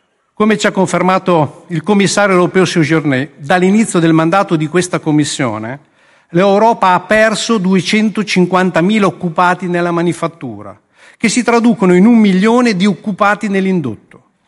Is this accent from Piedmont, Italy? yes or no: no; the ceramic district, Emilia-Romagna, Italy; Prendiamo il distretto della ceramica, una realtà che conosco bene perché è la mia terra.